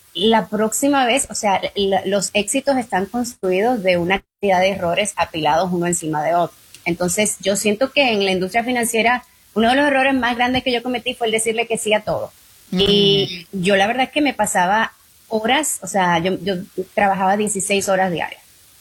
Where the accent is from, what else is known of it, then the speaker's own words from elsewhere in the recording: Dominican Republic; moved away; yo abría mis conversaciones con cada cliente con que yo soy latina, que vine de República Dominicana y soy mujer y soy ingeniero.